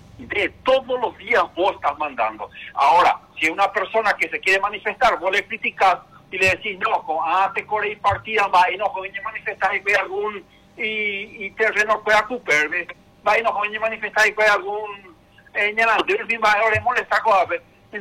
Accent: Paraguay; mientras nosotros, como paraguayos, no nos reconozcamos en ese documento de identidad

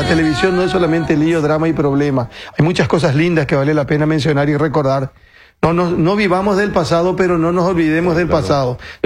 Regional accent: Asunción, Paraguay; soy de la Chacarita

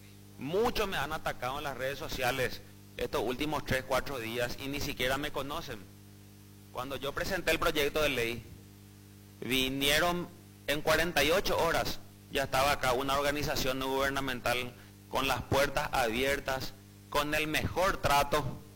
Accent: Asunción, Paraguay; Yo soy de Capital

